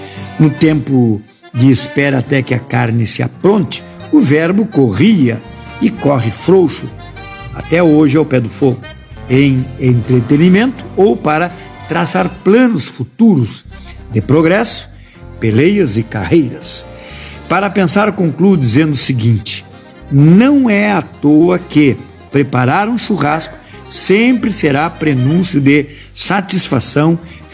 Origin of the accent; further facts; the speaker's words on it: Uruguaiana, Rio Grande do Sul, Brazil; em homenagem à fronteira oeste do Rio Grande, minha terra uruguaiana